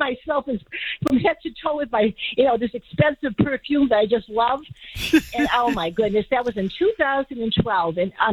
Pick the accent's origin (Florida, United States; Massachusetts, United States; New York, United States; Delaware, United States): Massachusetts, United States; Lowell; Lowell, my hometown